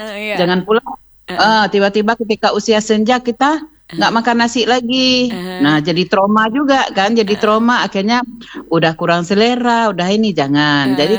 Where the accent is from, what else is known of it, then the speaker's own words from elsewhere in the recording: Aceh, Indonesia; kita kan orang Aceh